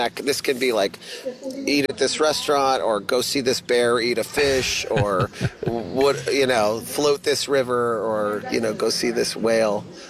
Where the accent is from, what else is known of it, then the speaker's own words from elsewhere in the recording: Dallas, Texas, United States; now in Vermont, United States; Like I said, I grew up in Dallas. I grew up in the, you know, the place where they had the most chain restaurants per capita, you know.